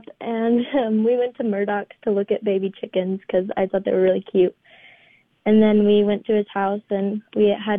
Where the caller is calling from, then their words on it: Montrose, Colorado, United States; Montrose, Colorado.